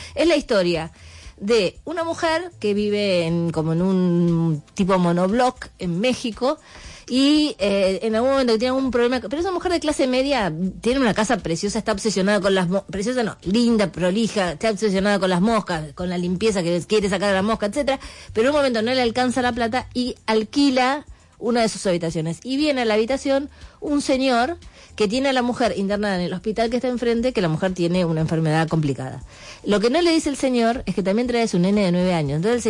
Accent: Burzaco, Buenos Aires Province, Argentina; Porque yo soy de Bursaco.

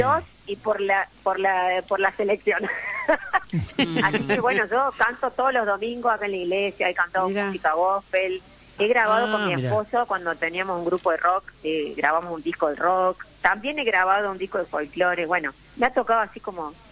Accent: Argentina; Me pesa porque yo soy muy argentina. Amo mi país, amo mi nación.

